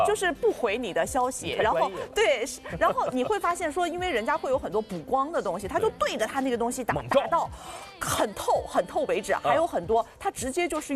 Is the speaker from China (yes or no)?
yes; China; 然后我们中国人喜欢的玉如意的一个造型都在这边